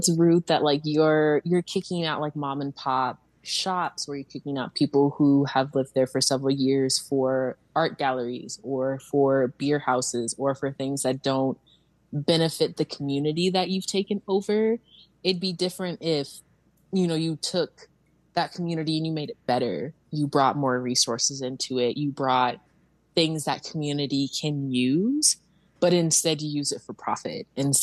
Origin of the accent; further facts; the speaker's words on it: Denver, Colorado, United States; I grew up in Five Points in Park Hill